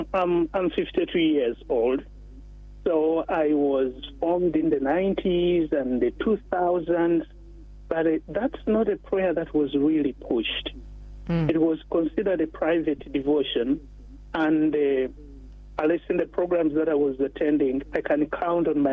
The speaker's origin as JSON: {"language": "English", "country": "Uganda", "said": "I come from Africa. I come from Uganda. I've always been, the church is booming there."}